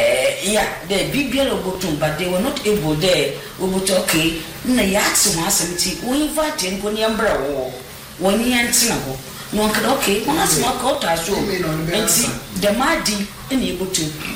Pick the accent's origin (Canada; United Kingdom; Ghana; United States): Ghana; I find it so much expensive as a Ghanaian.